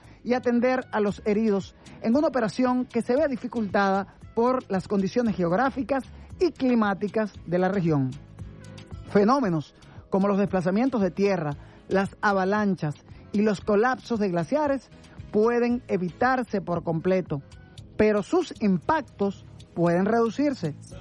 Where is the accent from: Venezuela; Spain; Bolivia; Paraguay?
Venezuela; nuestro compromiso como pueblo venezolano